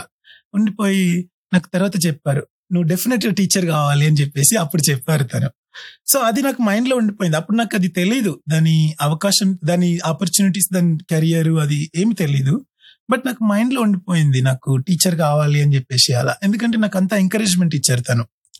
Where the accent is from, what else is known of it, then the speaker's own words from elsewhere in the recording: Karimnagar, Telangana, India; moved away as an adult; also born or lived in Hyderabad; now in United States; నేను కరీంనగర్ నుంచి స్టార్టింగ్లో ఇక్కడ ఉస్మానియా యూనివర్సిటీలో బీటెక్ చేశాను 2008 నుండి 12 వరకు.